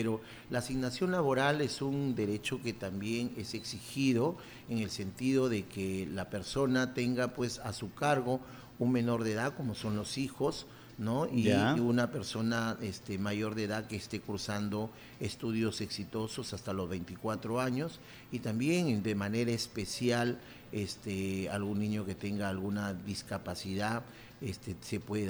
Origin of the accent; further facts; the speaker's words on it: Chiclayo, Lambayeque, Peru; born there; yo nací aquí en Chiclayo, ya, pero siempre tengo las costumbres por el tema de que mis abuelos, mi bisabuelo, uh-huh. la familia, todos son de allá